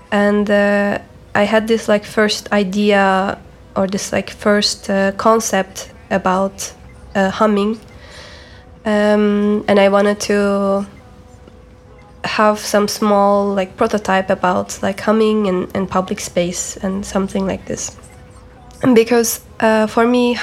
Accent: Istanbul, Turkey; moved away; for me it's such a symbol of my hometown, like neighborhood, because like in Istanbul there are so many public transportation

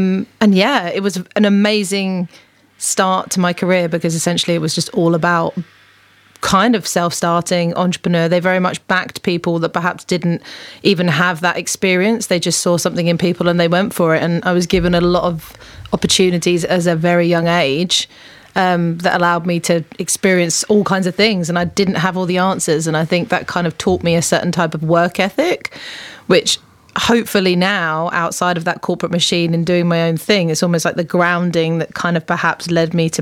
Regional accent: South East England, United Kingdom; I was a little girl from the countryside in Kent, suddenly thrown into this very uber cool rock and roll environment.

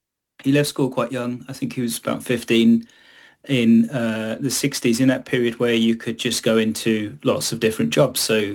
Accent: London, United Kingdom; also born or lived in Greenwich, London / Nice, France / New York City, United States; So I was born in Greenwich originally, which is the borough I currently live in, but I spent much of my early life in Greater London in a borough called Bexley. And I've lived in Southeast London for much of my life, although I've lived overseas for periods in Nice in the south of France and also in New York City.

